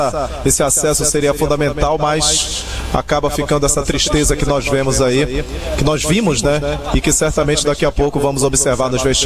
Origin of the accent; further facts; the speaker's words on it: Pará, Brazil; Lamentar você como paraense também, torcendo pelo futebol do Pará, pelo Paysandu